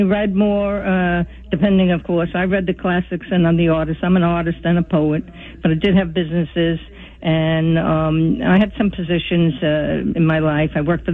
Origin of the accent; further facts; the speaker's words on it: New York City, New York, United States; Well, I grew up in Brooklyn, New York.